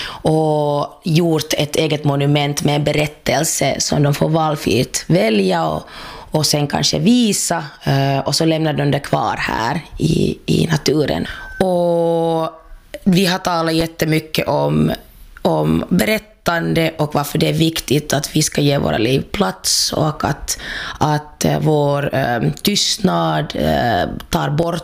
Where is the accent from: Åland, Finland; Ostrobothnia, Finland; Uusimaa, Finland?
Uusimaa, Finland; Helsinki; alltså jag är från Helsingfors, och då när jag var yngre så fanns det liksom inga referenser för någon slags HBTQ+ eller queer-identitet alls.